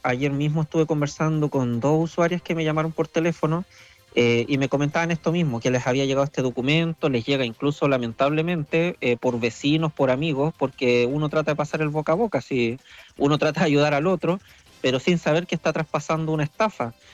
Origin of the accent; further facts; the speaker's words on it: Panguipulli, Los Ríos, Chile; Además que somos todos de Panguipulli, los comités son de aquí mismo.